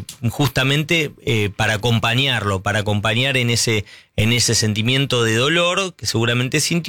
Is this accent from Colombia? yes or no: no; Argentina; Los argentinos somos así, somos lo que acabamos de escuchar.